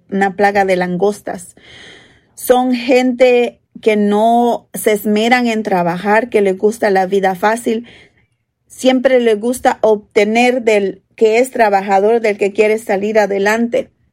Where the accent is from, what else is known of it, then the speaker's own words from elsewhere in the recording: El Salvador; moved away; yo que soy salvadoreña